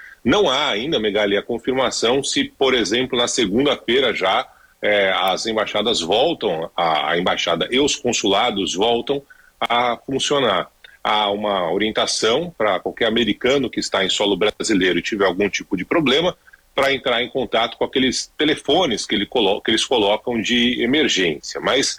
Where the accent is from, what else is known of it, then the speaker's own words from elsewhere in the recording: Brazil; now in New York, United States; Eu não sou americano, rapaz, sou brasileiro, com muito orgulho, com muito amor